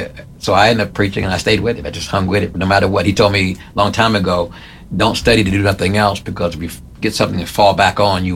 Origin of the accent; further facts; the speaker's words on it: Montclair, New Jersey, United States; moved away as an adult; also born or lived in New York / Terrell, Texas; So I was born in New York in 1964. And then we moved to Montclair, New Jersey, where I was basically reared. Okay. So I had 1 foot in New York, 1 foot in New Jersey.